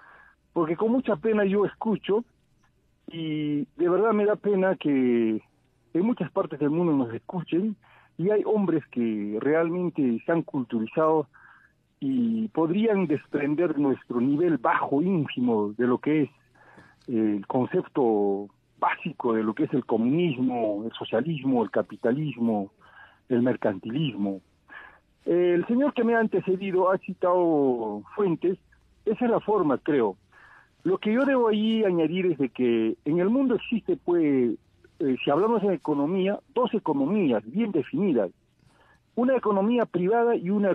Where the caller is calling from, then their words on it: Cusco, Peru; desde la ciudad del Cusco.